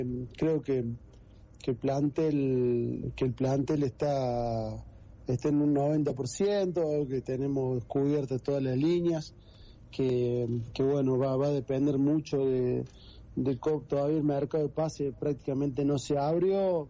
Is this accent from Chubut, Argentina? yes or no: no; Córdoba, Argentina; moved away as an adult; now in Miramar, Argentina; Si bien soy de Córdoba, hace un tiempo estoy viviendo ahí en Miramar